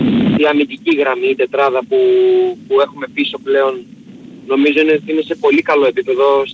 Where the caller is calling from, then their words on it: Patras, Western Greece, Greece; από Πάτρα.